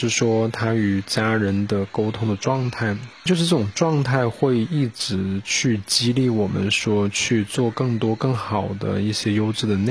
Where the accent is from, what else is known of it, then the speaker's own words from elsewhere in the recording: Changsha, Hunan, China; 读书的时候是在长郡，从学校走路通过步行街，然后走到平和堂，在一路上呢都会见到很多同学